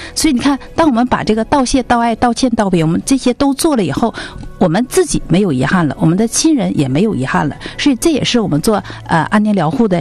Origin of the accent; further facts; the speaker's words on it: China; 我们中国人